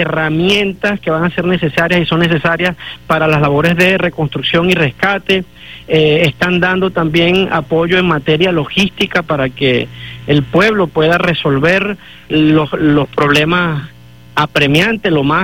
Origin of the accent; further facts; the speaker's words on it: Venezuela; sino que nos une como venezolanos